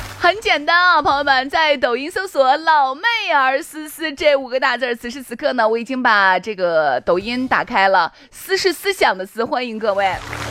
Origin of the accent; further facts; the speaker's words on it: Shaanxi, China; 我们陕西话是 SS 是个半语子，就是舌头是半，